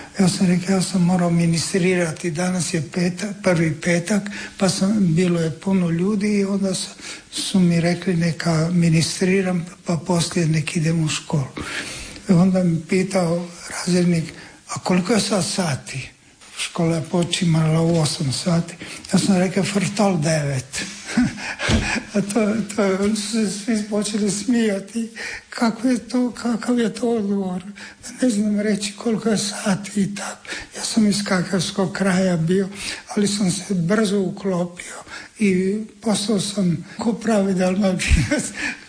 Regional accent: Sveti Juraj na Bregu, Međimurje County, Croatia; i ja sam završio osnovnu školu u mom zavičaju u Međimurju, Sveti Juraj na Bregu

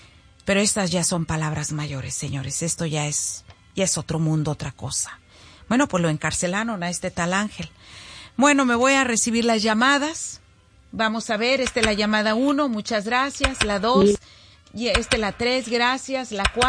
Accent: Zacualco, Jalisco, Mexico

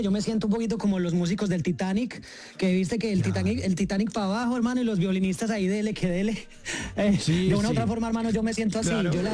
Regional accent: Colombia; Como buenos colombianos estamos acostumbrados a lucharla.

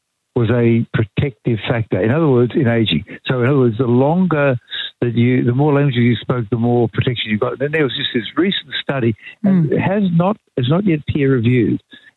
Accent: Wollongong, New South Wales, Australia; I was able to speak a bunch of languages when I was a kid. Right. And that was growing up in Wollongong.

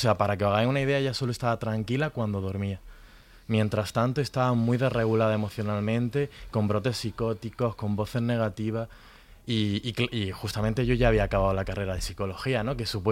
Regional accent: Granada, Andalusia, Spain; Yo soy de Granada, ¿no? O sea, que estamos al lado, ¿no?

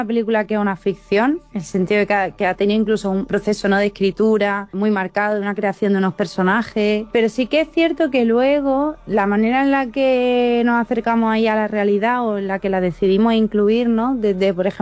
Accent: Granada, Andalusia, Spain; now in Madrid, Spain; Yo soy una directora de Granada, afincada ahora en Madrid. Estudiaba en Barcelona, estudié en Donosti también

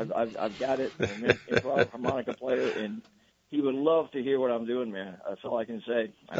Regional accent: Vermont, United States; I know being a local Vermonter

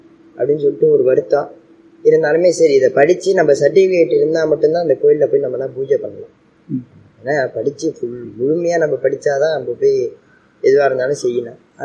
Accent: Delhi, India; நான் டெல்லி.

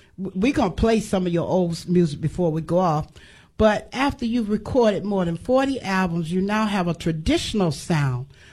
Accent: Kinston, North Carolina, United States; I'm born in Kingston, North Carolina.

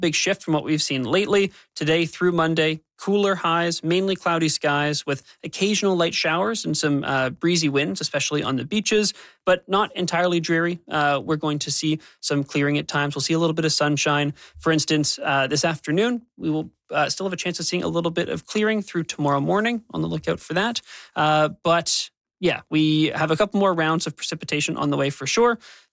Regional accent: Ontario, Canada; I miss them. I'm from Ontario, I love a good thunderstorm.

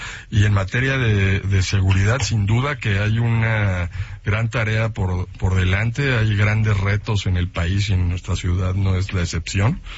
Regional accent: Mexico; Yo creo que como ciudadano, como mexicano, se tiene que llegar hasta las últimas consecuencias

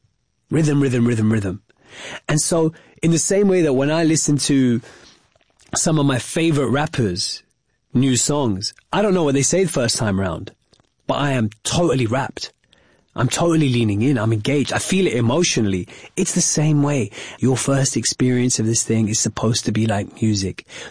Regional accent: Wembley, London, United Kingdom; born or raised there

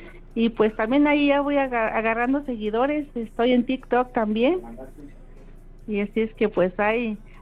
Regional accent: Fresnillo, Zacatecas, Mexico; now in Querétaro, Mexico; yo radico en Querétaro, pero yo soy originaria de ahí, de Fresnillo, Zacatecas.

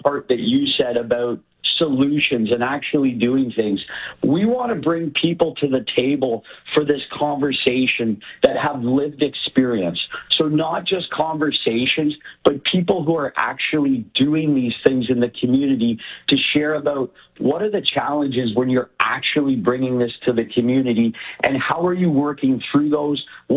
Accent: Niagara, Ontario, Canada; You know, Niagara, I've been born and raised in Niagara, and there's so many things to love about it.

